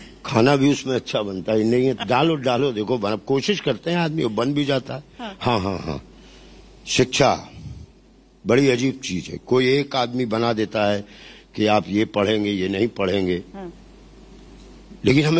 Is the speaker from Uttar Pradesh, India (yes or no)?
yes; Varanasi, Uttar Pradesh, India; born there; moved away as an adult; also born or lived in Bihar; now in Mumbai, India; बनारस ने बहुत पाला, जन्म यहाँ दिया, तो लेकिन है पूर्वांचल ही सब।